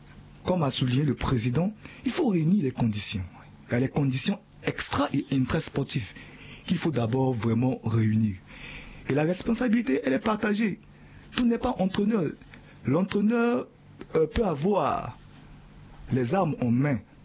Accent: Central African Republic; certes, en tant que centrafricain, je souhaite cette qualification.

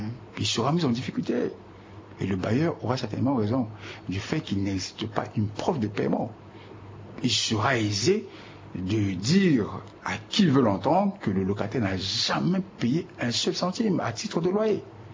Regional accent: Central African Republic; chez nous, en République centrafricaine

